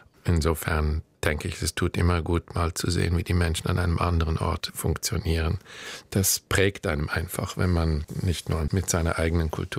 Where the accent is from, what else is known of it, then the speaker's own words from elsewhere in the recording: Zurich, Switzerland; moved away as an adult; also born or lived in Los Angeles, California; was man typischerweise als Schweizer Kind oder als Zürcher Kind in meinem Quartier gesehen hat.